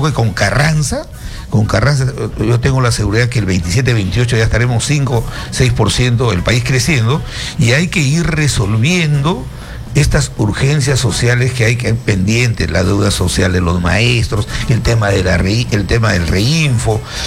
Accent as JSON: {"language": "Spanish", "town": "Chiclayo", "region": "Lambayeque", "country": "Peru", "said": "Yo soy de Lambayeque, de Chiclayo"}